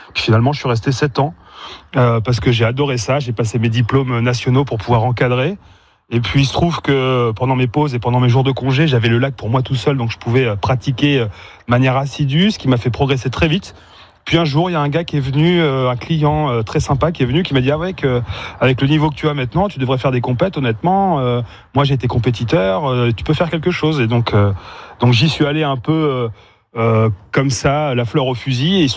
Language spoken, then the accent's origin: French; Fresnay-sur-Sarthe, Pays de la Loire, France; je suis originaire plutôt du nord de la Sarthe, la Fresnay-sur-Chédoué, si vous connaissez, ou en tout cas pour ceux qui connaissent, c'est un petit village du nord de la Sarthe, près de Mamers